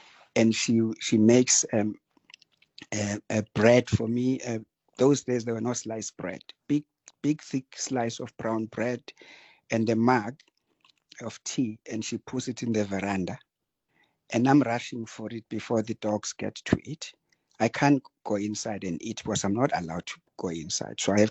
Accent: Durban, KwaZulu-Natal, South Africa; I come from Umlazi Township.

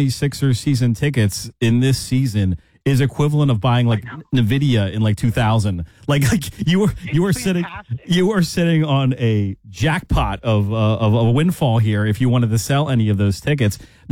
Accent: Easton, Pennsylvania, United States; now in Bethlehem, United States; I will always say Bethlehem, even though I'm originally from Easton. I will always say Bethlehem because I live downtown.

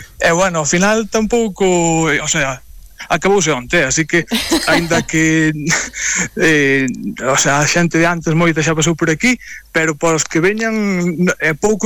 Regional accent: Palas de Rei, Galicia, Spain; eu realmente son de Pales de Rei, non son de Antas de Ulla.

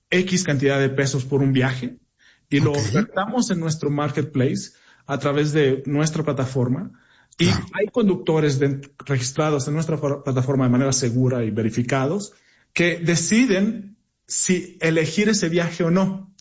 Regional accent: northern Mexico, Mexico; a lo mejor el acento se nota. Yo soy del norte de México. En el norte de México estamos muy acostumbrados a ir a los tianguis, al mercado, ¿no?

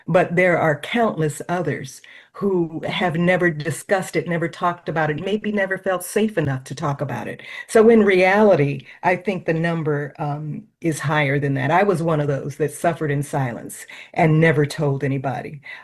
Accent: Los Angeles, California, United States; I grew up in Los Angeles, was educated in Los Angeles, in Southern California.

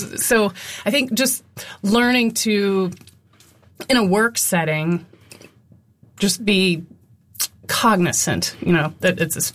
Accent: North Carolina, United States; and I grew up in North Carolina. And when I'm playing her, I'm really trying to be around my family that's from King, North Carolina, which is not a cosmopolitan area.

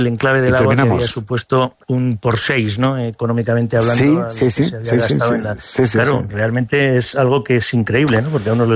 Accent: Soria, Castile and León, Spain; yo soy de Soria

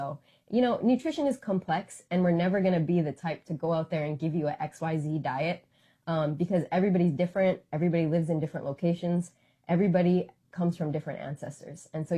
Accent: Northern Plains, United States; I'm from the Northern Plains, so how I can't eat a bison diet in the way that my ancestors did

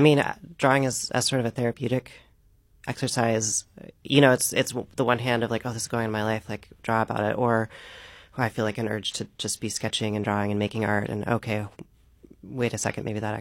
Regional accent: Seattle, Washington, United States; moved away; also born or lived in Chicago; No, I actually grew up in Seattle and made my way.

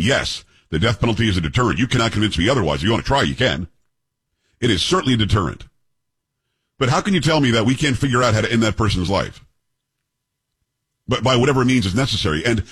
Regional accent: Florida, United States; What happened to the electric chair, which was happening where I grew up in Florida?

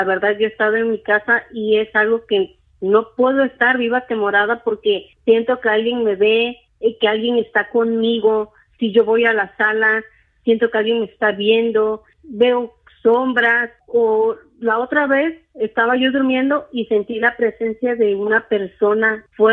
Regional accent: Chiapa de Corzo, Chiapas, Mexico; born there; Yo soy de Chiapas de Corzo.

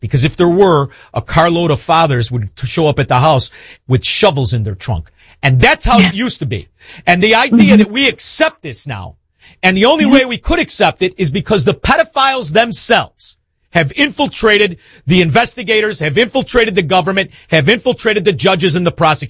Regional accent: Illinois, United States; Because we're from Illinois. You know, I'm from Illinois.

